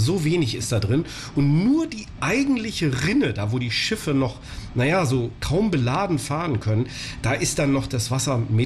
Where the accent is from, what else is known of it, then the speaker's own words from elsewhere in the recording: Bonn, North Rhine-Westphalia, Germany; man muss hier über die Brücken gehen, noch müssen wir nun als Bonner noch nicht durchschwimmen